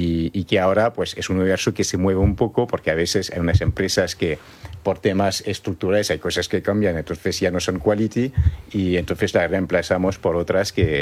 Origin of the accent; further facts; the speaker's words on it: Paris, Île-de-France, France; moved away as an adult; now in Spain; yo soy de París y bueno, empecé ahí.